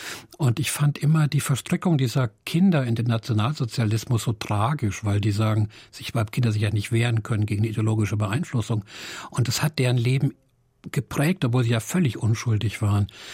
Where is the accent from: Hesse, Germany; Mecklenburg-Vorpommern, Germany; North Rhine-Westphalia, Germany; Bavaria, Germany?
Hesse, Germany; also born or lived in Frankfurt; now in Berlin, Germany